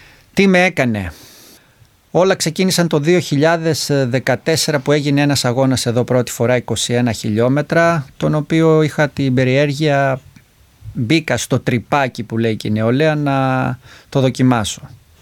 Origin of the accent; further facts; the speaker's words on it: Mantamados, North Aegean, Greece; του ταξιάρχη που έχουμε στο χωριό μου, στο Μανταμάδο